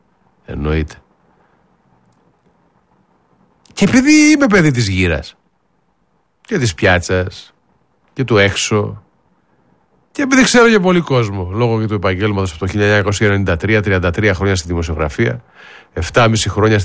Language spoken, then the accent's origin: Greek; Greece; Και σε αυτή την πόλη είμαι 36 χρόνια. 36 χρόνια. Εδώ μεγάλωσα, εδώ ανδρώθηκα, εδώ τα πάντα.